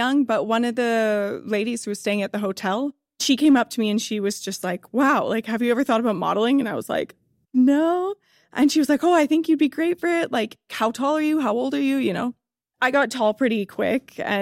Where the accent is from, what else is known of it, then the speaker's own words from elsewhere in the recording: Coaldale, Alberta, Canada; So I grew up in Coaldale. I went to St. Joseph's School, and then I went to Catholic Central High School, and then eventually to the University of Lethbridge.